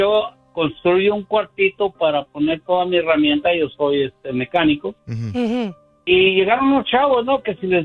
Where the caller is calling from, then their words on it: Houston, Texas, United States; en 1984 yo vivo en Houston.